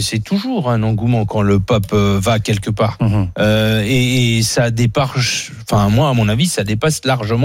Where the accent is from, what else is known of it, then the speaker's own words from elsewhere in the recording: Paray-le-Monial, Bourgogne-Franche-Comté, France; Mais j'avais 12 ans quand il est venu. J'étais habitant de Paray-le-Monial.